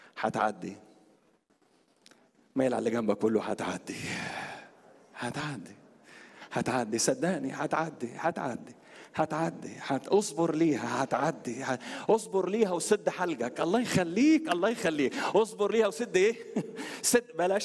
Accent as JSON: {"language": "Arabic", "town": "Alexandria", "region": "Alexandria Governorate", "country": "Egypt", "tie": "born or raised there", "said": "عندنا في اسكندريه في سيدي بش شارع الجامعي شارع الجامعي كنا احنا في شارع الشهيد. احنا شارع الشهيد ومش شارع الجامعيه،"}